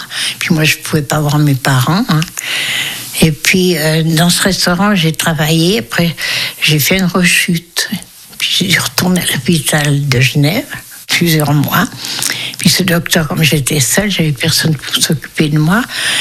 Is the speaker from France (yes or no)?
no; Germany; moved away; C'était comme elle savait l'allemand, je suis allemand.